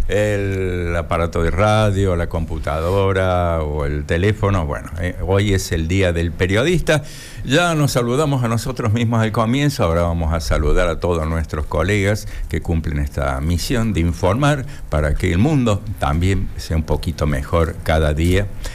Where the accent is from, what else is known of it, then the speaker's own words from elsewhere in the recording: Córdoba, Argentina; como buen cordobés, muy orgulloso de ser parte de esta querida provincia y esta querida ciudad, desde nuestra querida Argentina.